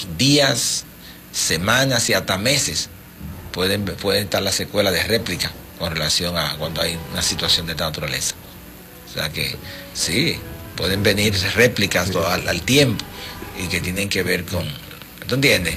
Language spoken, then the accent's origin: Spanish; Dominican Republic